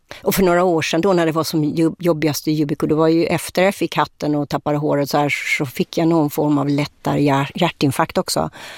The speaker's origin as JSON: {"language": "Swedish", "country": "Sweden", "moved": "as an adult", "said": "jag kom ju då från Sverige"}